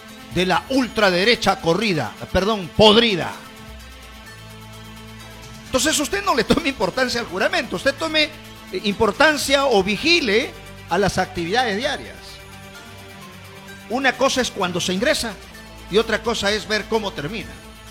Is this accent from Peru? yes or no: yes; Peru; Usted como peruano de a pie común y corriente